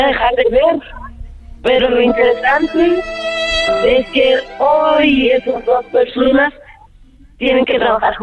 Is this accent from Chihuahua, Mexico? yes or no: no; Iztapalapa, Mexico City, Mexico; ¿Iztapalapa?